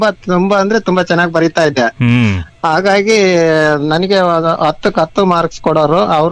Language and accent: Kannada; Rameshwara, Karnataka, India; now in Krishinagar, Shivamogga, India; ನಮ್ಮೂರ್ನಲ್ಲಿ ನಾವು ಓದ್ಬೇಕಾದ್ರೆ ರಾಮೇಶ್ವರದಲ್ಲಿ